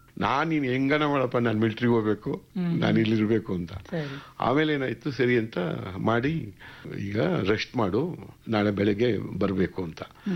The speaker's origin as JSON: {"language": "Kannada", "town": "Bengaluru", "region": "Karnataka", "country": "India", "first_language": "Kannada", "said": "Sir ನಾನು Bengaluru Karnataka sir."}